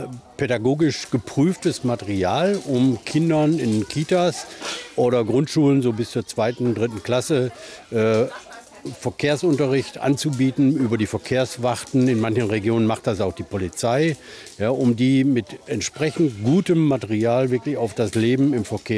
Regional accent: Hanover, Lower Saxony, Germany; ich komme aus Hannover

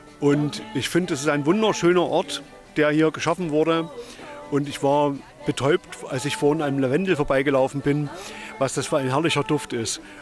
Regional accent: Zittau, Saxony, Germany; now in Glashütte, Germany; Ich stamme ursprünglich aus der Oberlausitz, aus Zittau und lebe jetzt aber in Glashütte im Osterzgebirge.

